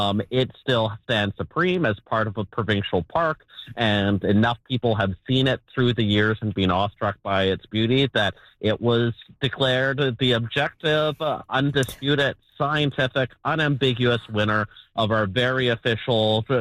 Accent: Victoria, British Columbia, Canada; I grew up in Victoria, so the summertime vacations to Tofino when Tofino was not quite the giant international attraction it was today was pretty common for me and my family.

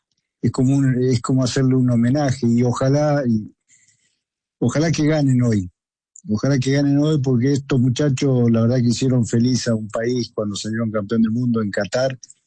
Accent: Argentina

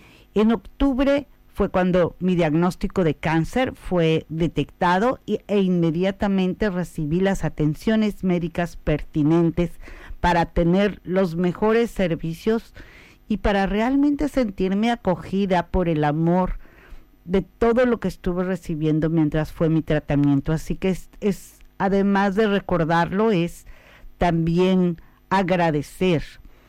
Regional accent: Mexico; soy mexicana, es honrar.

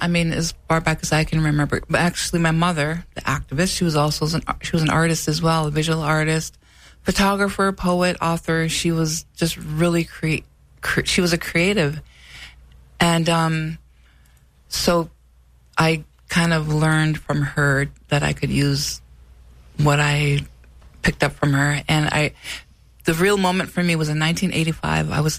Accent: Cass Lake, Minnesota, United States; I kind of talked to Shanae about growing up in Cass Lake, and my mother was an activist, and she was always alone in it.

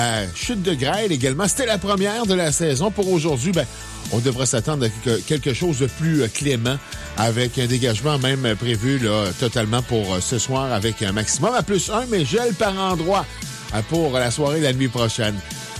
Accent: Quebec, Canada; hier, chez nous, en Beauce, ben, surtout dans le secteur de Saint-Honoré de Chenelay

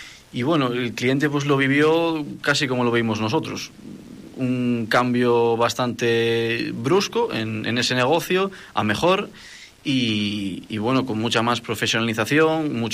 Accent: Cedeira, Galicia, Spain; also born or lived in Ortigueira; now in Ferrol, Spain; desde Ortigueira, desde Ferrol, que también vivo en Ferrol, ando de un lado para otro, la verdad, pero bueno, también soy de Cedeira

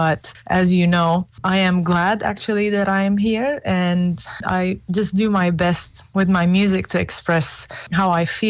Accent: Beirut, Beirut Governorate, Lebanon; English is a second language; So we were raised in the Armenian community, mainly went to Armenian schools in Beirut.

